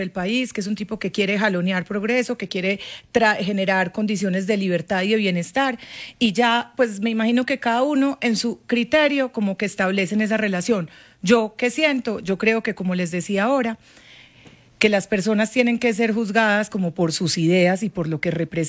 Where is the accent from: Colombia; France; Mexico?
Colombia; Antioquia